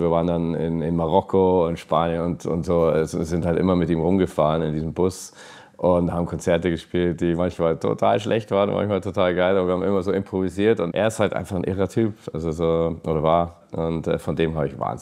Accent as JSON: {"language": "German", "region": "England", "country": "United Kingdom", "said": "Genau, weil ich wollte wieder zurück nach England mal, um zu schauen, wo ich herkomme."}